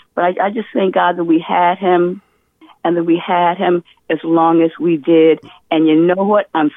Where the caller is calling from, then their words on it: Virginia, United States; I'm from Virginia. Some people say Virginia isn't South. It's the Mason-Dixon line. But as far as I'm concerned, I'm Southern.